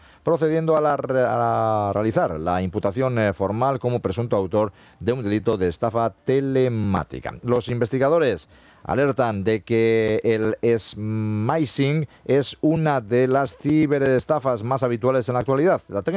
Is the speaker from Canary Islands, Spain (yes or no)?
no; Bermeo, Basque Country, Spain; en mi pueblo, en Bermeo